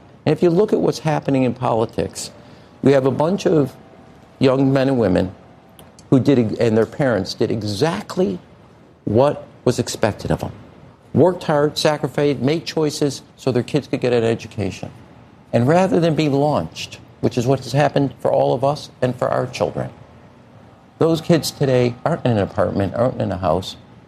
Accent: United States

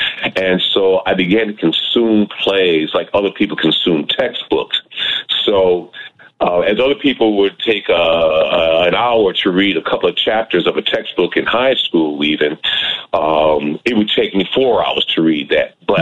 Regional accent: Detroit, Michigan, United States; born and raised in Detroit

